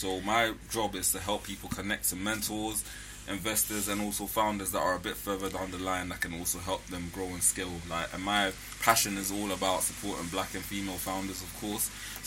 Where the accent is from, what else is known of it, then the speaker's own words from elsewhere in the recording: Ghana; So I'm Ghanaian. As you know, anyone that hears my name will automatically know.